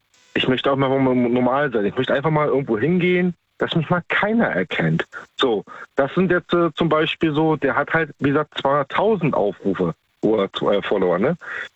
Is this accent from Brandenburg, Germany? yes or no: no; Mecklenburg-Vorpommern, Germany; Na, meine Heimat und mein Zuhause ist immer noch an der Ostsee.